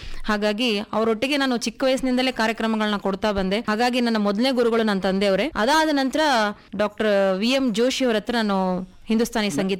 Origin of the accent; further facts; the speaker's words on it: Raichur, Karnataka, India; ನಾನು ಮೂಲತಃ ರಾಯಚೂರಿನವಳೆ.